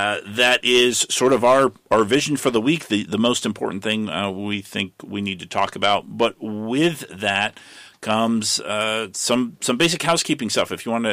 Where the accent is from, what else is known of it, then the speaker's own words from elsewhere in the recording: Brandon, Vermont, United States; And that's in my hometown of Brandon, Vermont, at the Neshobee Golf Club.